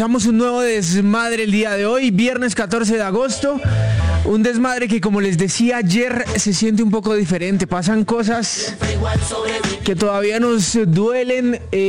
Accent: Colombia

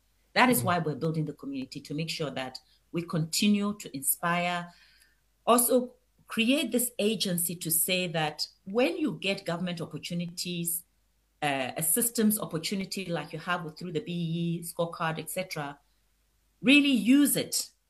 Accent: South Africa; as a South African woman in business

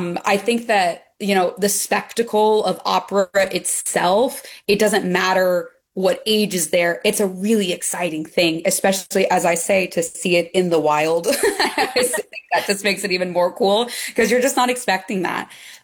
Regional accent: Nebraska, United States; now in Houston, United States; I'm from Nebraska originally, so

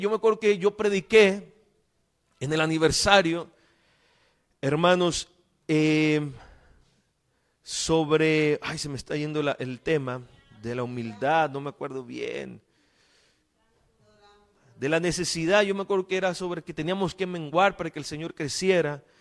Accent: Mexico; moved away; yo soy mexicano

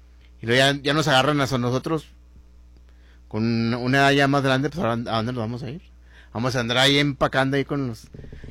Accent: Mexico; Y así somos los mexicanos.

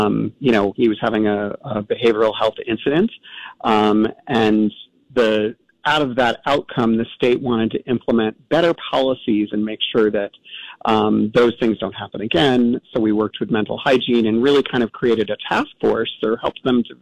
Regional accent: New York, United States; You know, I'm born and bred in New York

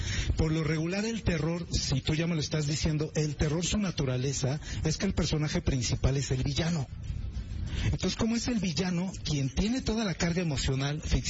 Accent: Mexico; En México somos todavía tendemos a ser muy perjuiciosos

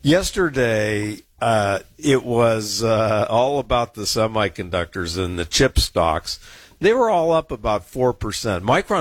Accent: San Diego, California, United States; I grew up fishing in San Diego Bay and the Mission Bay

